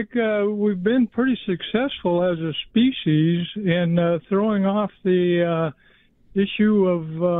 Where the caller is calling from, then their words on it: Yucca, United States; in Yucca.